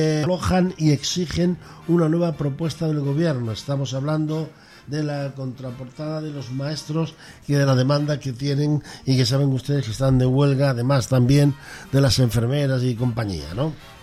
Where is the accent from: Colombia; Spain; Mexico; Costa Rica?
Spain; Galicia; La pregunta, como buen gallego, se la devuelvo yo.